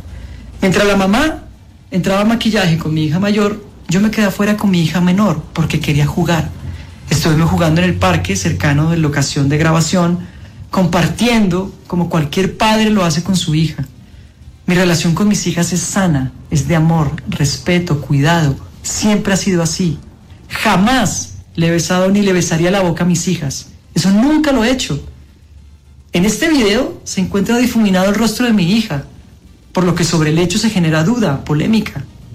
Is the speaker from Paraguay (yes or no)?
no; Colombia; soy actor colombiano.